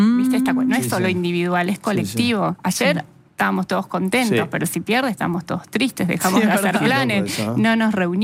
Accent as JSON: {"language": "Spanish", "country": "Argentina", "said": "Somos intensos, nos gusta el fútbol, nos gusta vivirlo así."}